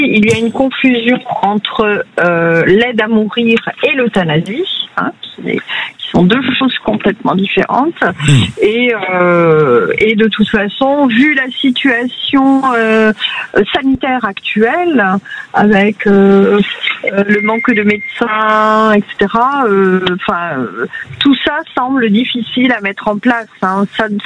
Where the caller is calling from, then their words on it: Beauville, Nouvelle-Aquitaine, France; Alors moi, je suis infirmière libérale dans le Lot-et-Garonne.